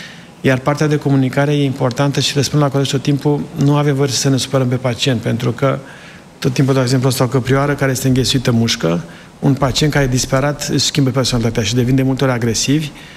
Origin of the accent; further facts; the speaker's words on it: Sibiu County, Romania; now in United States; Sunt de lângă Sibiu. Am stat lângă Copșa Mică și...